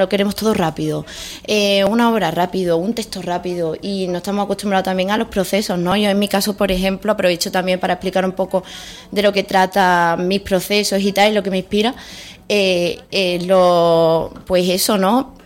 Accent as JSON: {"language": "Spanish", "town": "Utrera", "region": "Andalusia", "country": "Spain", "said": "mi pueblo"}